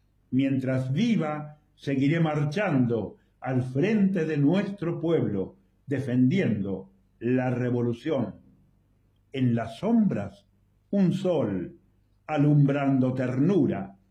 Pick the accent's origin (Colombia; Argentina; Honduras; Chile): Argentina; En mi condición de argentino, que desde hace 28 años recibo el enorme cariño y la hermandad por sentirme abrazado como un cubano más